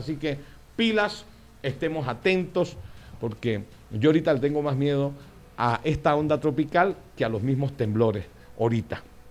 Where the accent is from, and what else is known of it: Venezuela